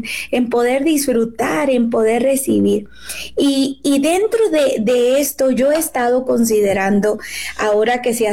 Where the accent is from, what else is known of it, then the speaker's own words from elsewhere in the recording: Guerrero, Mexico; also born or lived in Michoacán; yo soy de Guerrero. Entonces, nacida en Michoacán, pero criada en Guerrero, una tierra donde la misericordia de Dios se manifiesta en cada uno de los que vivimos allá. Mexicana, mexicana de corazón, guerrerense.